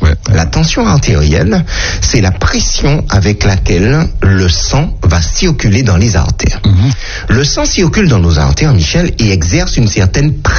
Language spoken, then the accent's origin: French; Martinique; chez nous en Martinique